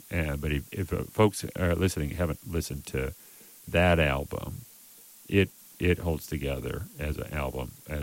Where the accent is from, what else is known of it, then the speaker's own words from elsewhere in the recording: Blue Earth County, Minnesota, United States; moved away; Blue Earth, Minnesota. And I grew up in Blue Earth County. They're probably 60, 70 miles apart from each other.